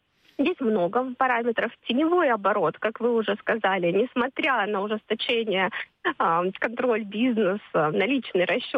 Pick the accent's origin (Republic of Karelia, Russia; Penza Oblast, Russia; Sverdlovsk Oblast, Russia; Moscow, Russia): Moscow, Russia; Мы с вами, москвичи, тоже прекрасно знаем